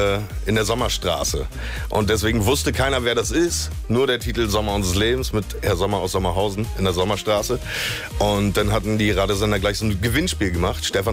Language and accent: German; Prerow, Mecklenburg-Vorpommern, Germany; kann ich das Musikvideo bei mir in meiner Heimat drehen mit meinen Leuten? Und er meint, ey, geile Idee, machen wir. Und da passt ja der Strand von Prero direkt, ne?